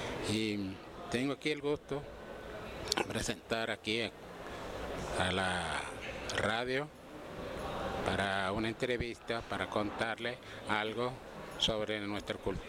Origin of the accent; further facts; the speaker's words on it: Uribia, La Guajira, Colombia; soy de La Guajira, de Uribia, y mis arte como wayú es músico wayú